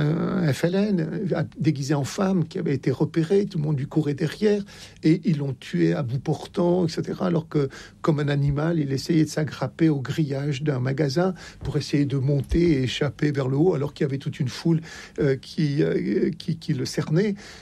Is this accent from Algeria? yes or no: yes; Oran, Oran Province, Algeria; born there; Je suis né à Oran.